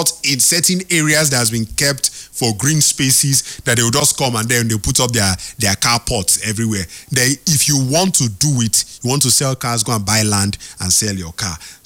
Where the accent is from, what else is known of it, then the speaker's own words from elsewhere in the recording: Nigeria; I as a Nigerian